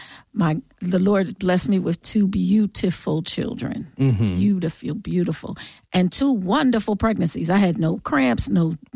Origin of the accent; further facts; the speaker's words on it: New Jersey, United States; also born or lived in Philadelphia; So I was born and raised in Jersey.